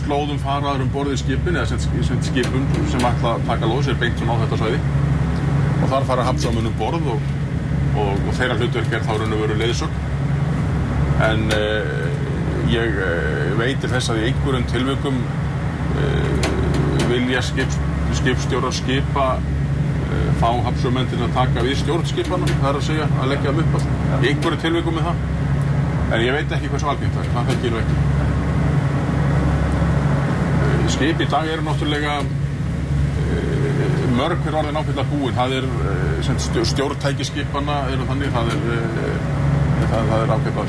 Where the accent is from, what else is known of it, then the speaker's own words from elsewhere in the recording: Grindavík, Southern Peninsula, Iceland; ég kem úr Grindavík hérna, og býð þar